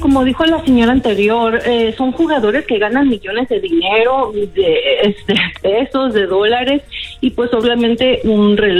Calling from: Tucson, Arizona, United States

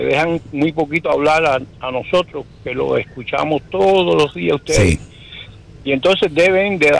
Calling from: Cuba; yo soy cubano

